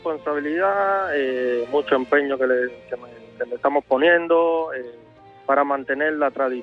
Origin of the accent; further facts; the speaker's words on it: Havana, Cuba; yo vengo de La Habana, y ahí hay muchos locales así típicos